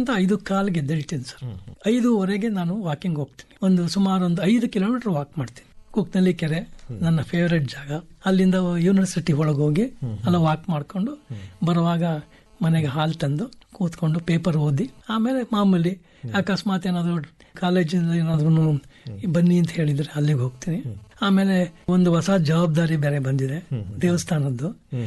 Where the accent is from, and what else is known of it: Mysore, Karnataka, India; born there